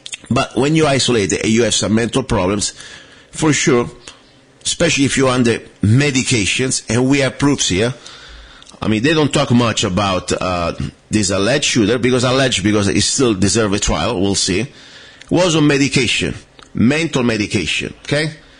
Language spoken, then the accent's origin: English; Italy; now in United States; I'm from Italy. I'm from Europe.